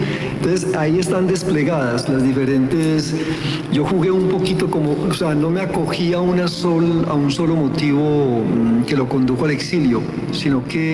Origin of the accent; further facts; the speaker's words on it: Colombia; moved away as an adult; also born or lived in France; tengo una experiencia también de exiliado, como escritor colombiano que estuve exiliado en Francia